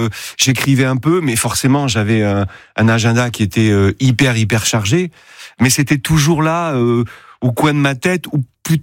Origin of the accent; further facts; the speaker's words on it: Landes, Nouvelle-Aquitaine, France; moved away; also born or lived in Paris; de là où j'ai grandi, de cette région que j'aime